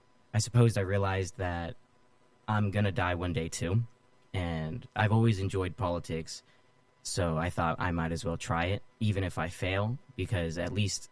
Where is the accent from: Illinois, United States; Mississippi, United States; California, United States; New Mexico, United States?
California, United States; Modesto; also born or lived in Hayward, California / Keyes, California / Turlock, California; So I'm originally from Hayward, California, but I moved when I was probably about 3 or 4 years old to Keys, which is a city in between Ceres and Turlock. But then I only stayed there for a little bit till I moved to Modesto. So I've lived in Modesto for about 14 years.